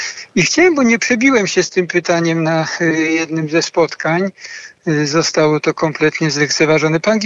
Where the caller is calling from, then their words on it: Kraków, Lesser Poland, Poland; z Krakowa.